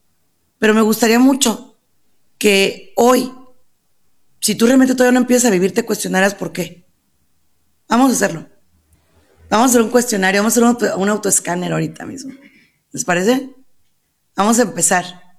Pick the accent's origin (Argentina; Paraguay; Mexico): Mexico; en mi país, en México